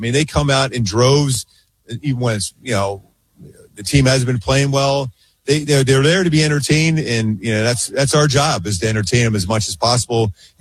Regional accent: Philadelphia, Pennsylvania, United States; now in Orange County, United States; I grew up in Philly

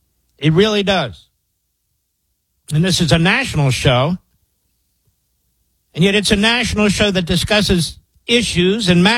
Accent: Pennsylvania, United States; I said, wait a minute, I'm from Pennsylvania.

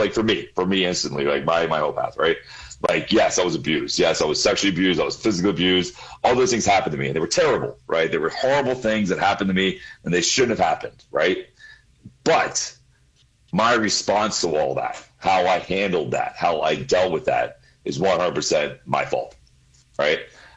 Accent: Pennsylvania, United States; Yeah, Pennsylvania. You can say Pennsylvania. I grew up in Pennsylvania, yes.

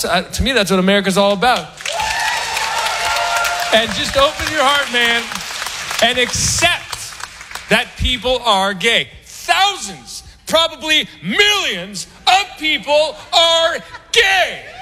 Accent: California, United States; I'm from the San Francisco Bay Area, which I don't know if you've been out there, but it's a nice place.

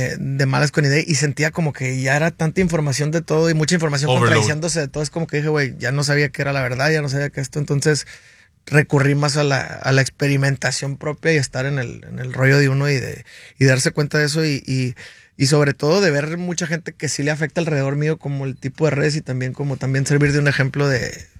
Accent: Sonora, Mexico; Soy de Sonora, estamos bien impuestos a la crítica, tú le llamas carrilla, hasta allá tu hermano es el que más te trata peor, ¿no?

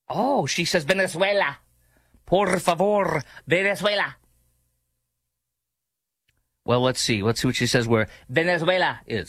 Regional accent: Illinois, United States; my home state of Illinois

